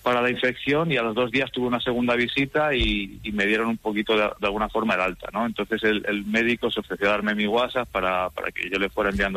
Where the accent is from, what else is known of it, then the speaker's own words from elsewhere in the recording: Zamora, Castile and León, Spain; now in Barcelona, Spain; Yo soy de Zamora, pero vivo en Barcelona. Llevo 13 años ya viviendo en Barcelona.